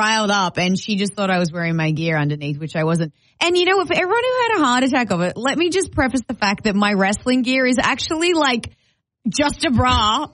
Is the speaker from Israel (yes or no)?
no; Australia; now in United States; I am from Australia. Yeah, yes. Yeah. I've lived in America for 7 years. My mom thinks I sound American, and I love it when people tell her she's wrong.